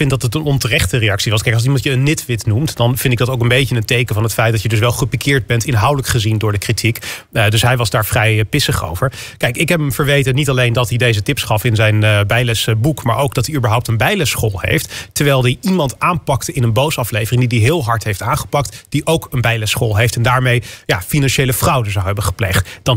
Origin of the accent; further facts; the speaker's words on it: North Brabant, Netherlands; Maar ik ben in Brabant opgegroeid. Ik hou van lekker eten.